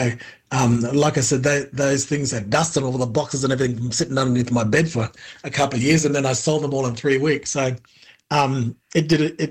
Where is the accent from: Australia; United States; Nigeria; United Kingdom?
Australia; Darwin, Northern Territory; growing up in Darwin, there's lots of I saw, you know, different Aboriginal people in business.